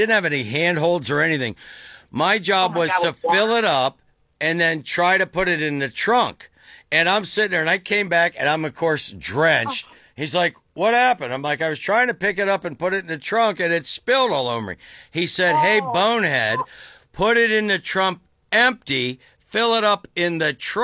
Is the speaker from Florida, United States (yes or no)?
no; Tuscarawas County, Ohio, United States